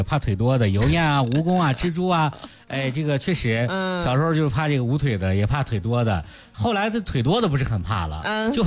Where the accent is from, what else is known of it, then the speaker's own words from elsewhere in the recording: Linfen, Shanxi, China; 能刷到我们来自临汾的声音，是不是很惊喜的感觉？